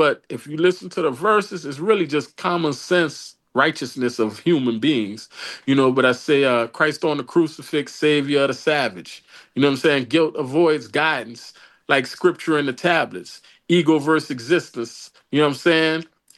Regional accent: New Orleans, Louisiana, United States; the first verse is more about me and growing up in New Orleans around the drug dealers, the this, the that, but in a way that's really paying respects to how I was brought up.

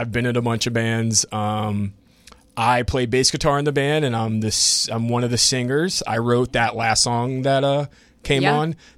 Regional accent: Pensacola, Florida, United States; moved away as an adult; now in New Orleans, United States; I'm going to back up from this RE20 a little bit. I am from Pensacola, Florida. I moved to New Orleans in 2009.

